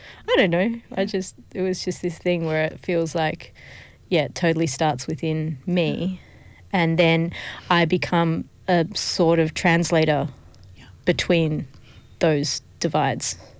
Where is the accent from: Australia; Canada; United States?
Australia; Adelaide, South Australia; I'm Aussie too. Like I was born in the Adelaide Hills. I grew up, I went to Blackwood High School. Like it was, I'm a very Aussie Adelaide girl.